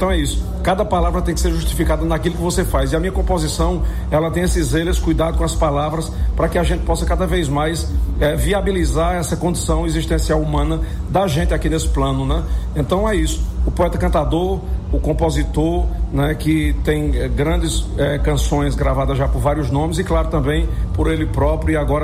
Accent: Pernambuco, Brazil; lá na minha região, no Pernambuco, eu sou do Pernambuco

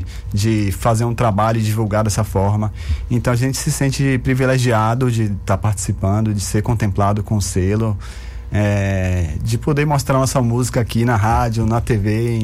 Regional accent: Bahia, Brazil; a gente é da Bahia

